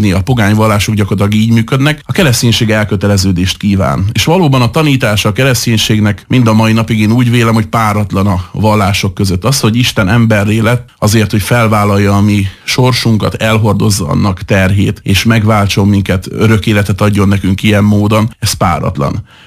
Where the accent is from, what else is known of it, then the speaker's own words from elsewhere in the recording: Hungary; főleg itt Európában magyarként